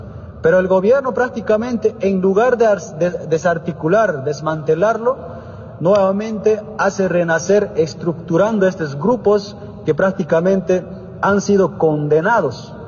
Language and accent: Spanish; Bolivia; como bolivianos y bolivianas